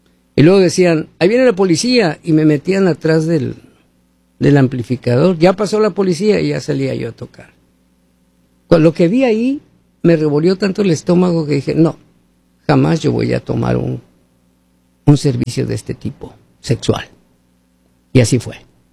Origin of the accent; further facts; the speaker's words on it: Hermosillo, Sonora, Mexico; moved away; En Hermosillo, Sonora, México, ciudad donde yo nací, donde he vivido casi toda mi vida de soltero, vamos a decirlo así, un poco de casado.